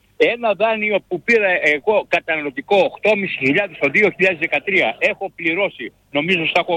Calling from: Athens, Attica, Greece; από Αθήνα.

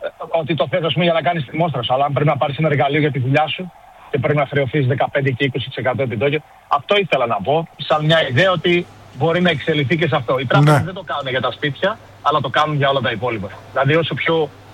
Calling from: Liverpool, North West England, United Kingdom; Τηλεφωνώ από τη γειτονιά του Τζότζο Κένι εδώ στο Λίβερπουλ.

